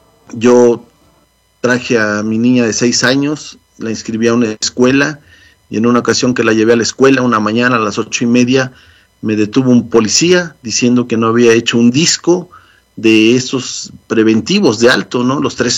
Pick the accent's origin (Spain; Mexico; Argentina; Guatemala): Mexico; Morelos; moved away as an adult; also born or lived in Mexico City; now in United States; Yo estaba escribiendo en ese momento para un semanario en el estado de Morelos, donde yo ya residía y de donde soy originario. Muchos años viví en la Ciudad de México y trabajé en la Ciudad de México.